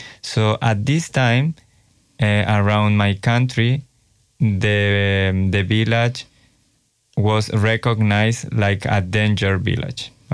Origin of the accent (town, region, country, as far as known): Chile; English is a second language; also born or lived in Germany; now in Melbourne, Australia